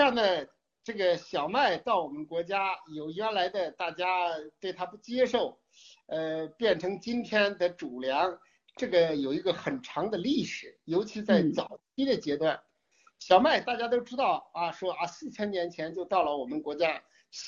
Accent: China; 我们中国人

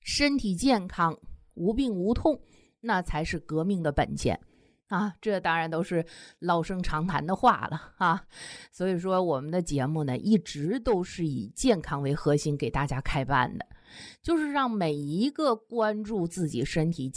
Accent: China

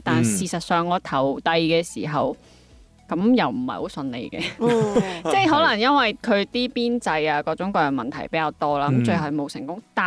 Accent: Guangzhou, Guangdong, China; 再加上我是广州人。

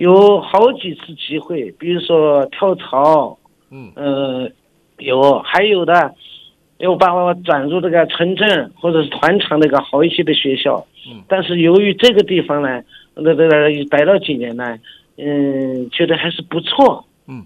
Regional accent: Nanchong, Sichuan, China; moved away as an adult; now in Xinjiang, China; 我出生在四川省南充市的一个比较偏僻的乡村吧。80年代是我的成长期

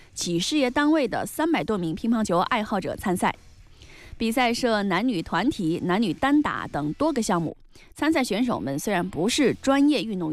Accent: Hubei, China; 更是咱们湖北人对传统文化的热爱

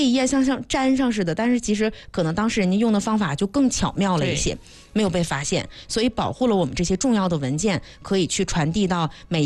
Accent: China; 嗨，我是中国人。

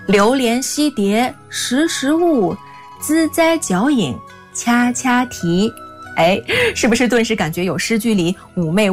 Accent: Shaanxi, China; 作为陕西人，

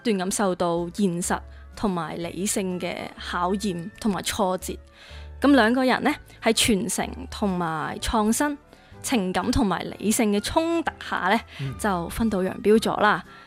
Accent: Macau; 我都是澳门人

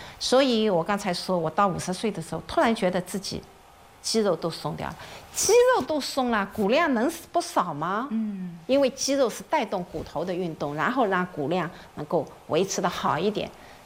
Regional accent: China; 其实我们中国人的饮食里面钙是不够的。

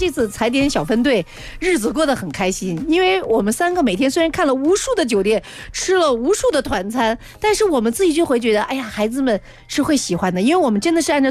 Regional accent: Beijing, China; 我虽然长在北京，生在北京

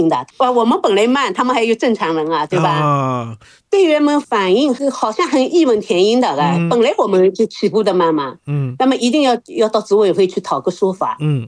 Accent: China; 因为我们中国人呢比较内敛，就是乳腺癌患者都是穿义乳的

